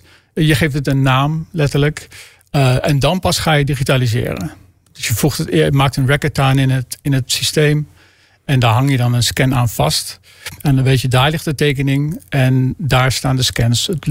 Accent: Flevoland, Netherlands; born there; ik kom ook uit Flevoland. Dus ik, sinds kind ga ik al naar het Veluwemeer.

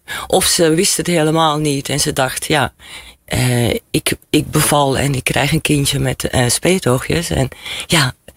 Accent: Belgium; Hè, dan had je op Belgische scholen, want ja, ik kom uit België eigenlijk. Dan heb je allemaal, ik was altijd het enige Chineesje.

